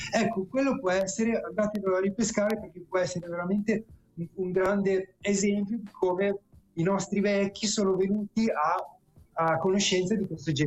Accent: Asti, Piedmont, Italy; dalle mie parti, ma dalle sue parti, nel senso che lui è proprio astigiano di nascita, sì.

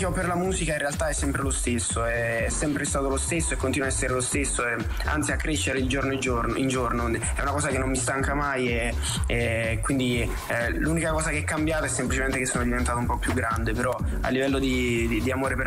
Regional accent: Isernia, Molise, Italy; now in Milan, Italy; Io sono di Isernia, sì, però sono a Milano.

